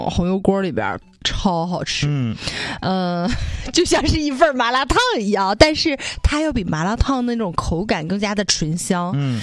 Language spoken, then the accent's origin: Chinese; Northeast China, China; 这是咱们东北人的适应的方式啊